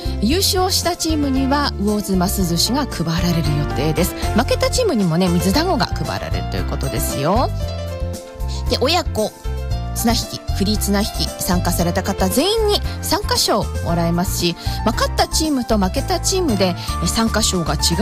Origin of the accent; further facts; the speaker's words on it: Uozu, Toyama, Japan; 私は村木出身なんですけれども、村木地区の出身なんですけれども